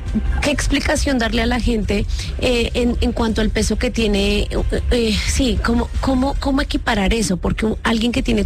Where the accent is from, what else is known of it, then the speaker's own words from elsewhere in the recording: Colombia; se lo estoy diciendo yo, sí, pero, como colombiana.